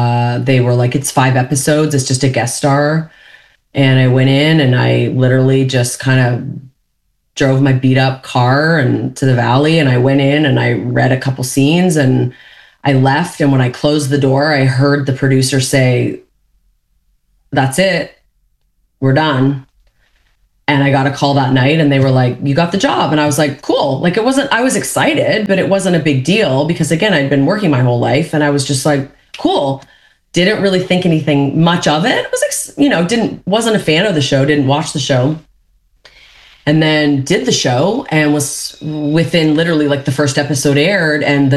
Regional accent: Canada

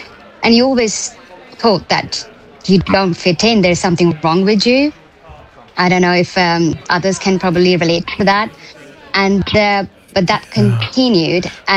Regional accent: India; moved away as an adult; now in London, United Kingdom; So I was born and raised in India. I came over to the UK at the age of 22 in 2003 when I got married.

